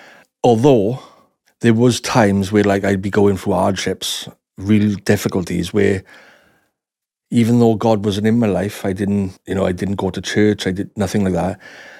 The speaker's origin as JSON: {"language": "English", "town": "Ebbw Vale", "region": "Wales", "country": "United Kingdom", "said": "I'm from Ebervale, South Wales. I've always been a believer in God since I was very young. I went to a Catholic school when I was growing up, and then on to a secondary school, which was Catholic as well."}